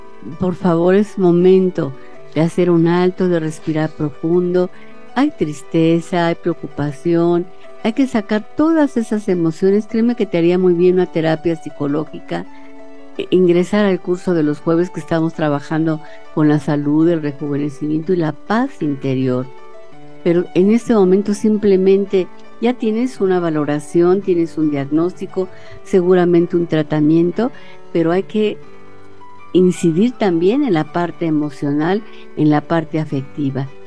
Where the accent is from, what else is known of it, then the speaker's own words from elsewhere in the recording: Mexico; nos identifican como mexicanos